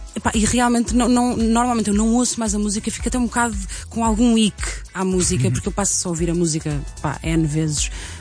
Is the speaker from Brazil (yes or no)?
no; Centro, Portugal; de onde eu venho, que é a zona centro do país, em que há muito esta coisa.